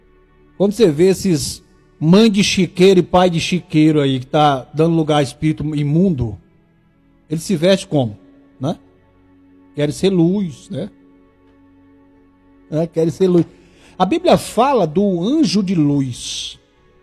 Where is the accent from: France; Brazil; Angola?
Brazil; Tocantins; born there; Eu sou do Tocantins, viu? Goiano. Quando eu nasci era Goiás ainda